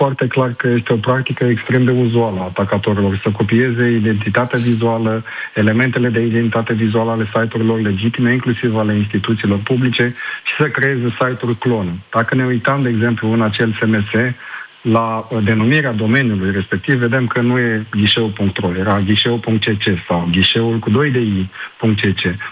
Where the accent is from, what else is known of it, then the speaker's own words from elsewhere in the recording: Romania; cum suntem și noi din România.